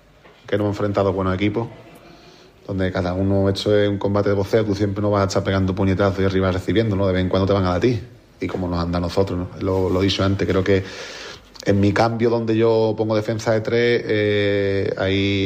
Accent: Jerez de la Frontera, Andalusia, Spain; me he sentido querido aquí en mi club, en mi tierra

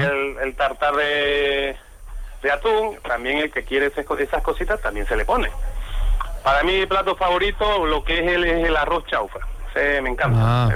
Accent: Bolivia; moved away; Yo soy boliviano.

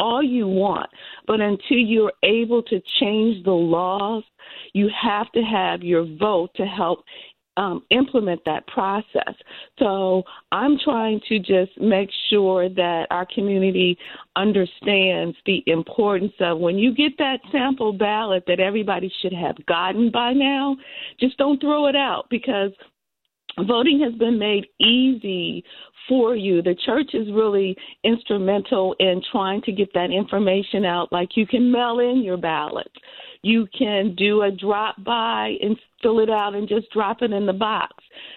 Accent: Ohio, United States; born there; moved away; I was born in Ohio, just left Ohio.

